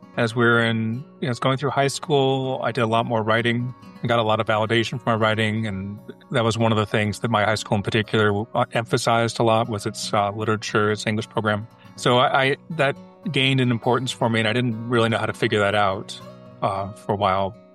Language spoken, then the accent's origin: English; Columbus, Ohio, United States; So I was born in Columbus, Ohio. My dad was a professor at Ohio State University. My mom was a professor at Capital University.